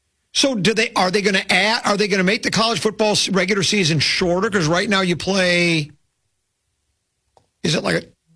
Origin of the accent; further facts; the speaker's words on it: Detroit, Michigan, United States; I was born in Detroit.